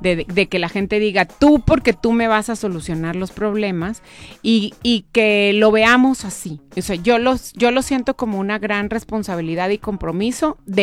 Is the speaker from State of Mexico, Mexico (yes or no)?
no; Monterrey, Nuevo León, Mexico